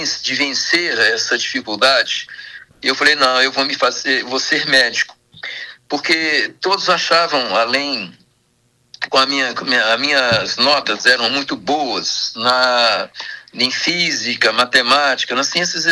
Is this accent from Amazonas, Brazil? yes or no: no; Diamantina, Minas Gerais, Brazil; E eu, assim, amo minha terra, amo Diamantina, amo a nossa região, daqui do Vale, Minas Gerais. Eu sou extremamente sensível ao lugar onde nascemos e fomos criados, não é?